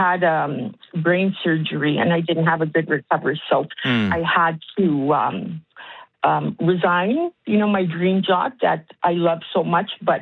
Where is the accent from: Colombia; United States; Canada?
Canada; Edmonton, Alberta; I'm originally from Edmonton